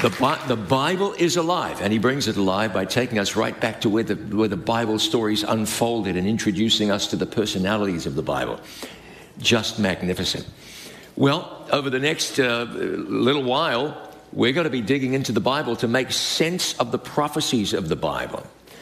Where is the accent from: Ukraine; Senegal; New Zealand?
New Zealand; accent: New Zealand; now in United States; My accent comes from New Zealand. Have you seen where that is? That's why they call it Down Under. It's way down there. Now, by now, I've been in this country 30-plus years, so it's not a very good New Zealand accent anymore.